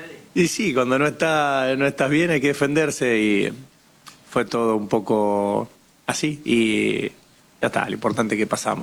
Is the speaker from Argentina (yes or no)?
yes; Argentina; nosotros somos Argentina